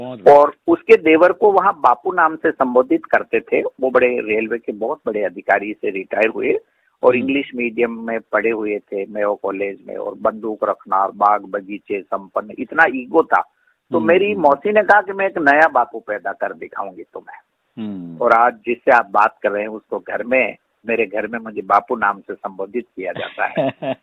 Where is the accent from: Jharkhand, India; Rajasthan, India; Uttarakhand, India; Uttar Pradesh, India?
Rajasthan, India; Bhilwara; born there; मेरा जन्म 31 जुलाई 1951 को, 51 में भीलवाड़ा में मेरा जन्म हुआ।